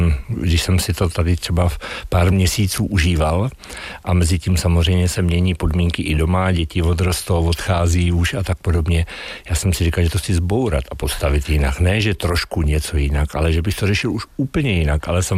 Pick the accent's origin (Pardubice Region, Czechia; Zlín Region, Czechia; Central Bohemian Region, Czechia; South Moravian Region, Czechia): Pardubice Region, Czechia; Pardubice; moved away as an adult; also born or lived in Olomouc